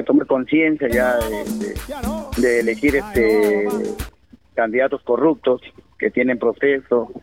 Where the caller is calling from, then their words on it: Lambayeque, Peru; del caserío Las Norias.